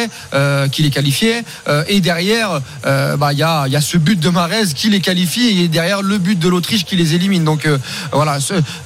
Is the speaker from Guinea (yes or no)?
no; Algeria; moi en tant qu'Algérien